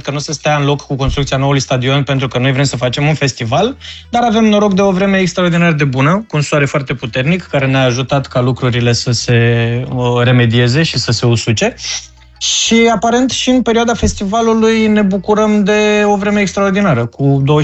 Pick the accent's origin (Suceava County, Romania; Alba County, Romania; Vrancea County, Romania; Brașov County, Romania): Vrancea County, Romania; Focșani; also born or lived in Bucharest; now in Timișoara, Romania; eu de fapt sunt din Focșani-Vrancea, deci din patria vinului.